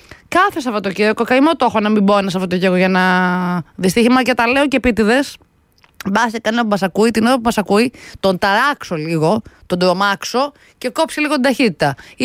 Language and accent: Greek; Greece; σαν Έλληνες.